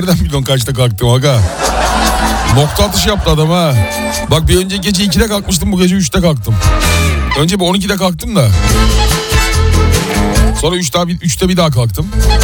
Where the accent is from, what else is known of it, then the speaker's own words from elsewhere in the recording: Izmir, İzmir, Turkey; Trakyalı değilim, İzmirliyim